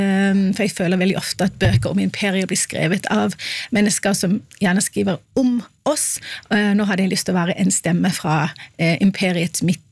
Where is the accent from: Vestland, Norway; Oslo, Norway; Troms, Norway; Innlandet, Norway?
Oslo, Norway; Jeg kan også si at jeg en Oslo-jente på tross av dialekten min.